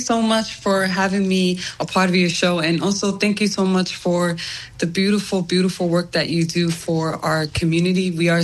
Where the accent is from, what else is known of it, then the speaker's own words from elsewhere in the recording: Tonga; now in New Zealand; I'm from Tonga, ko lele mai mei vaini, nukunuku, pasi, and fatai.